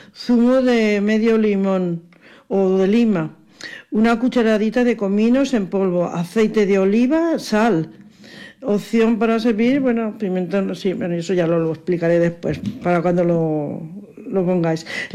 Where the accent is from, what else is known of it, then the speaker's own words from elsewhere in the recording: Spain; los españoles somos especiales